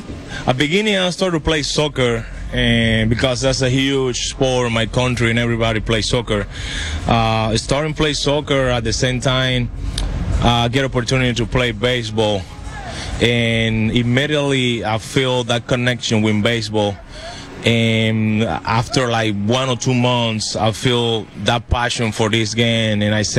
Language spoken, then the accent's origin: English; Arjona, Bolívar, Colombia; English is a second language; moved away; my hometown is Arjona Bolivar, like you said. It's a small town close to Cartagena, like 30 minutes from Cartagena.